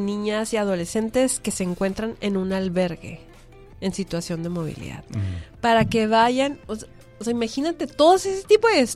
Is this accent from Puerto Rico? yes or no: no; Tijuana, Baja California, Mexico; also born or lived in Puebla; yo me acuerdo que yo no me quería regresar a Tijuana, pero me regresaron mis papás